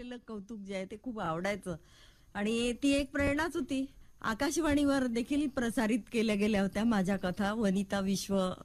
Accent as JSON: {"language": "Marathi", "town": "Darwha", "region": "Maharashtra", "country": "India", "tie": "born or raised there", "said": "माझं माहेर यवतमाळ जिल्ह्यातील दारव्हा येथील. … आणि माझं बालपण हे दारव्हा इथेच गेलं. बी ए पर्यंतचं माझं शिक्षण हे दारव्ह्यालाच झालं होतं."}